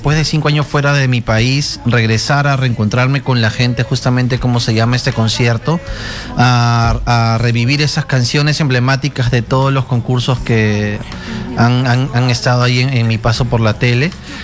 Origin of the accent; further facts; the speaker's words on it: Peru; moved away as an adult; Y mira, ya por fin nuevamente aquí en mi tierra, en mi país.